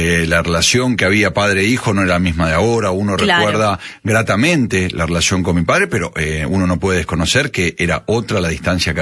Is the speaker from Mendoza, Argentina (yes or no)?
no; Buenos Aires, Argentina; Nací en Buenos Aires. Yo soy palermitano.